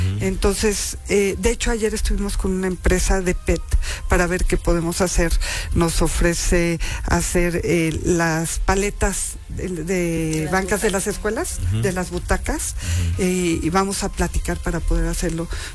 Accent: Puebla, Mexico; si nosotros como poblanos pues caemos en la cuenta de la importancia de separar

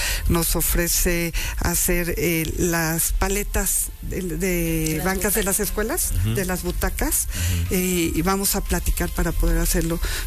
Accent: Puebla, Mexico; Entonces, si nosotros como poblanos pues caemos en la cuenta de la importancia de separar

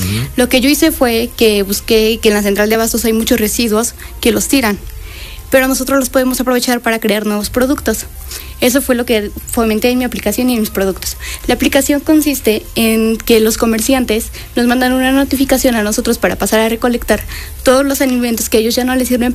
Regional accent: San Salvador Huixcolotla, Puebla, Mexico; yo soy originaria de San Salvador, Huixcolocla. Huixcolocla es muy conocido por la central de bastos.

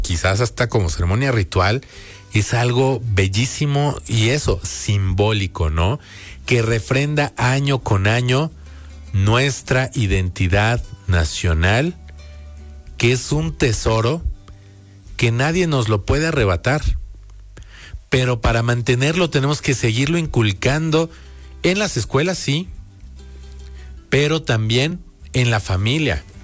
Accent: Mexico; y celebrar como mexicanos

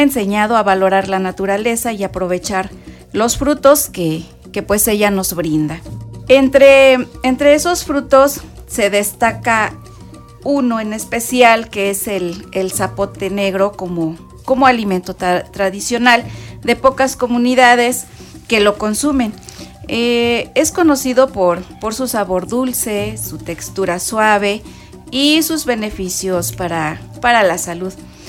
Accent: Chayoquila, Mexico; first language Nahuatl; Spanish is a second language; en la localidad de Chayoquila, la lengua materna es el náhuatl, lengua en la que se nombran algunos frutos, animales, colores, texturas, etc. Y pues esto nos permite conservar nuestra lengua materna y de cierta forma nuestras raíces

